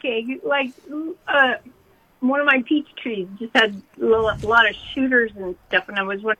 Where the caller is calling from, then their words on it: Fernley, Nevada, United States; I'm from Fernley.